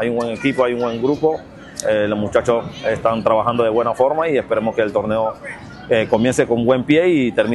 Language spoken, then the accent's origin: Spanish; Colón, Panama; los colonenses que tenemos que ir a viajar a otros lugares